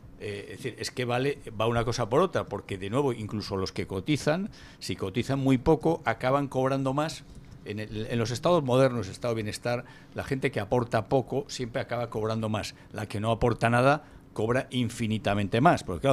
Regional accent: Spain; nos beneficia como españoles.

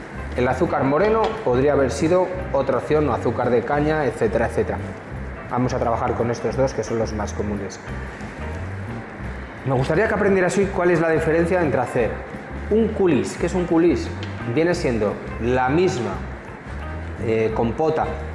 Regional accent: León, Castile and León, Spain; Tiro por mi tierra, León es lo mejor del mundo

